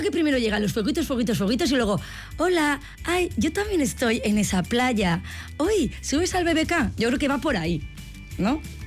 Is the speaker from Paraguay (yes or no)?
no; Basque Country, Spain; Claro, somos vascos